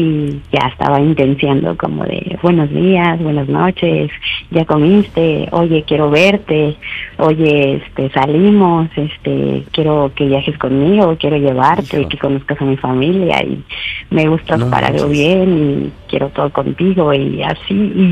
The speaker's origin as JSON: {"language": "Spanish", "region": "Mexico City", "country": "Mexico", "said": "de la Ciudad de México y tengo 36 años."}